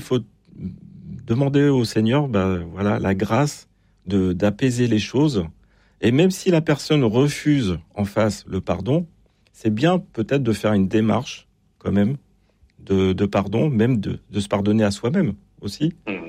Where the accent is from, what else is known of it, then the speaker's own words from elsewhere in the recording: Brittany, France; Je suis breton.